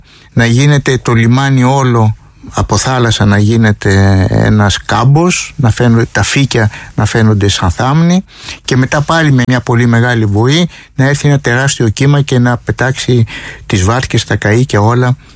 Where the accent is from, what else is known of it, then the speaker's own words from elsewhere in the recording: Athens, Attica, Greece; born there; also born or lived in Amorgos; Εγώ γεννήθηκα στην Αθήνα, αλλά η καταγωγή μου είναι από την Αμοργό. Από τα κατάπολα της Αμοργού ήταν και οι 2 μου γονείς, ο Θόδωρος και η Σοφία.